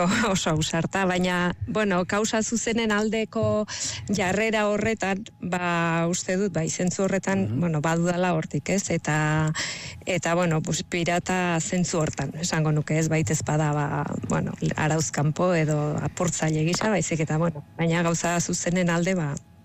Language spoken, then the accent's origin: Basque; Nouvelle-Aquitaine, France; baina Lapurdikoa naiz, eta han beti izan dira piratak eta kortsarioak